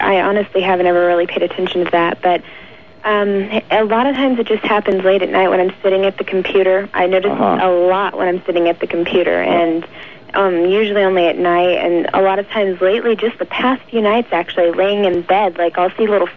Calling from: Modesto, California, United States; from Modesto, California.

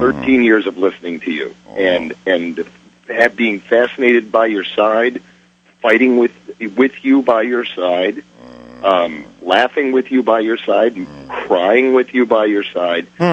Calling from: Chicago, Illinois, United States; Well, I'm in Chicago.

